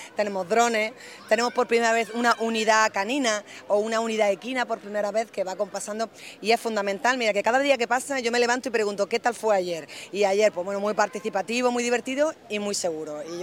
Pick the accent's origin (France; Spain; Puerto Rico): Spain; Almería, Andalusia; yo soy almeriense, claro, antes de alcaldesa